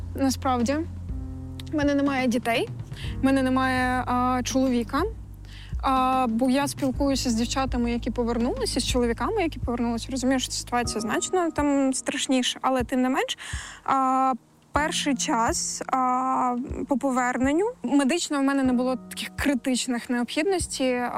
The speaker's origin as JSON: {"language": "Ukrainian", "region": "Crimea", "country": "Ukraine", "tie": "born or raised there", "said": "А Гіркіну, який винен в смерті, по-перше, в окупації мого рідного Криму, окупації Донеччини, Луганщини, збитті Боїнга"}